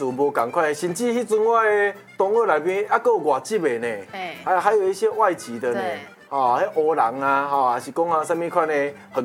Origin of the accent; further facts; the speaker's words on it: Taiwan; 其实我们台湾人还是要。在这方面一定要加把劲。